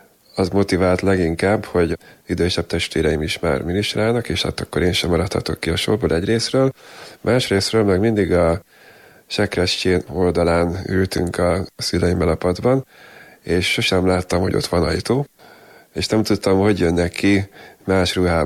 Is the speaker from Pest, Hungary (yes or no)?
yes; Dunakeszi, Pest, Hungary; Dunakesziről származom, 38 éves vagyok jelenleg. Hagyományos katolikus vallásos családban születtem.